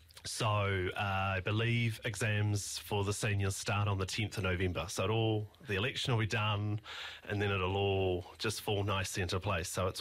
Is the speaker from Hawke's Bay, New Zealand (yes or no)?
yes; Hawke's Bay, New Zealand; also born or lived in Wellington; I'm born and bred in Hawke's Bay.